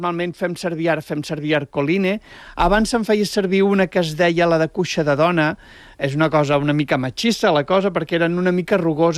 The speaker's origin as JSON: {"language": "Catalan", "town": "Sant Pol de Mar", "region": "Catalonia", "country": "Spain", "tie": "born or raised there"}